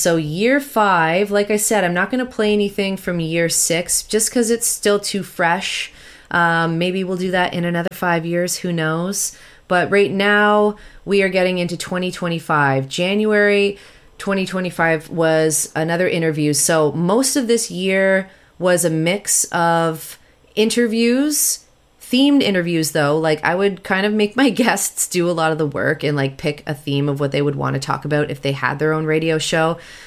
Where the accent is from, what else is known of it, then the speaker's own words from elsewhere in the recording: St. Catharines, Ontario, Canada; growing up in St. Catharines around that time.